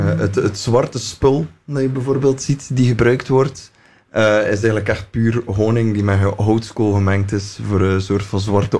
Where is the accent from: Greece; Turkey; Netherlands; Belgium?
Belgium; Bruges, Flanders; now in Ghent, Belgium; en van Brugge, maar ondertussen bleef ik plakken in Gent.